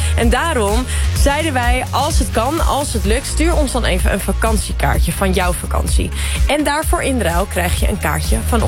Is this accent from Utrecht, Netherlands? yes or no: no; 's-Hertogenbosch, North Brabant, Netherlands; Ik heb deze zomer familie uit Nieuw-Zeeland op bezoek gehad in mijn thuisstad Den Bosch.